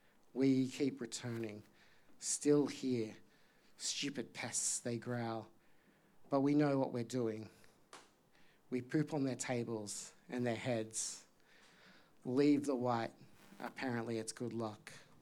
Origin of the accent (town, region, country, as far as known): New South Wales, Australia; born or raised there